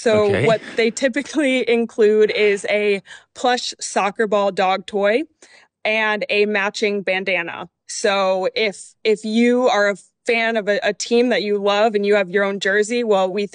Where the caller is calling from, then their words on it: Atlanta, Georgia, United States; I'm calling from Atlanta, and I'm the founder of Floofball.